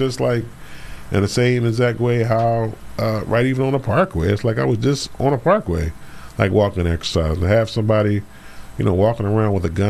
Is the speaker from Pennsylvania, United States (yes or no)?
yes; Philadelphia, Pennsylvania, United States; I'm from, born and raised in West Philadelphia